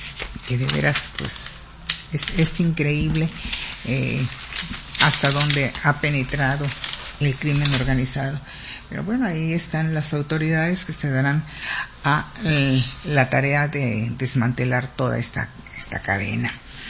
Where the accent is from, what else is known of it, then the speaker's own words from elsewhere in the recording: Mexico; Somos mexicanos